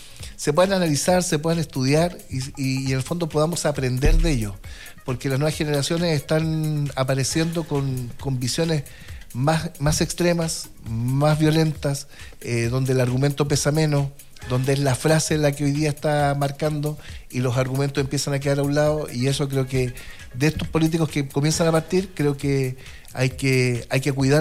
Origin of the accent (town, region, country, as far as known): Chile